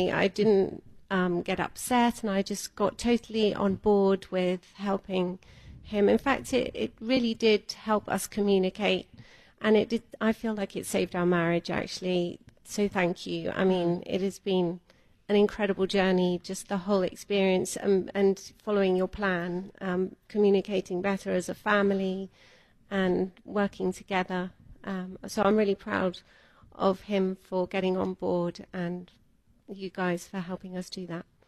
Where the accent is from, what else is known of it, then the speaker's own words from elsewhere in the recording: Devon, South West England, United Kingdom; moved away as an adult; now in Atlanta, United States; Devon. I'm from Devon